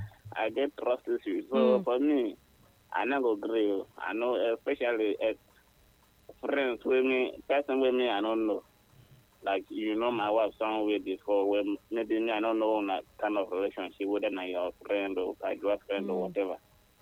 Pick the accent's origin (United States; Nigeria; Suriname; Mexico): Nigeria; So, I grew up in Nigeria. Let me say, okay. I don't go America before. I don't go London